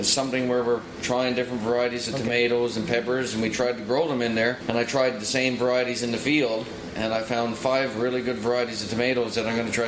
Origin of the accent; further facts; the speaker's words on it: Newfoundland and Labrador, Canada; we started bringing it up to Northern Peninsula, where I'm from